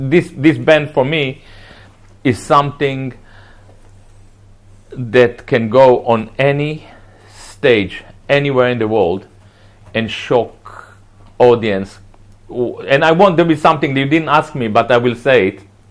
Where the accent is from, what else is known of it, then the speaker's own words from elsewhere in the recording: Palestine; I'm, you know, I grew up in Palestine, you know